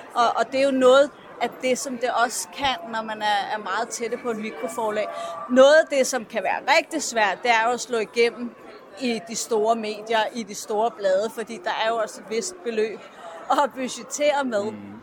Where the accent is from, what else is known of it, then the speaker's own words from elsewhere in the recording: Copenhagen, Capital Region of Denmark, Denmark; Jeg er fra Vesterbro.